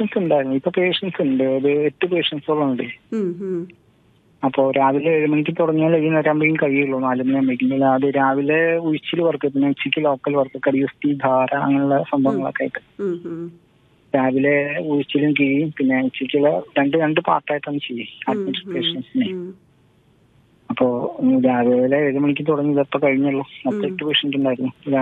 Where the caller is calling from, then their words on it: Thrissur, Kerala, India; ഞാൻ വിളിക്കുന്നത് തൃശ്ശൂർ നിന്നാണ്, ചിത്തണ്ട എന്ന് സംസാരിക്കുന്നു.